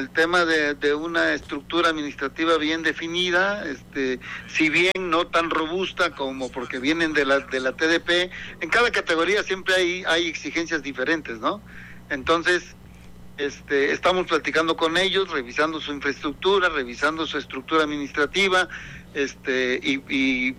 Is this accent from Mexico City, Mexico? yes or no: no; Tabasco, Mexico; y estando más ahí en mi tierra, ¿verdad?